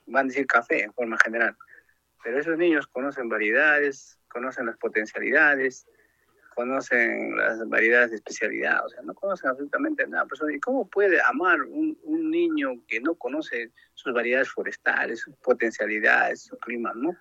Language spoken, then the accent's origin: Spanish; Oxapampa, Pasco, Peru; como peruano, como pasqueño y oxapampino, de haber recorrido muchos países del mundo